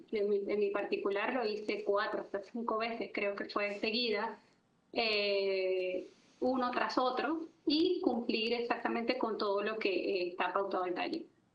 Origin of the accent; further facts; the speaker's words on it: Venezuela; also born or lived in Florida; now in Katy, United States; ahorita aquí en Katy, Texas, y bueno, estaba en Florida anteriormente y ahora estoy acá. Soy venezolana.